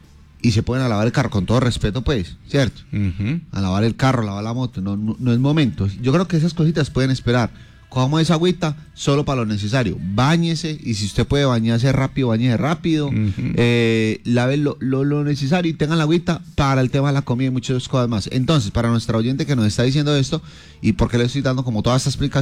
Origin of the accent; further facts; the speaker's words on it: Pereira, Risaralda, Colombia; Hay que ayudar entre todos, somos entre pereiranos, todos. Somos, yo digo que más que pereiranos, risaraldenses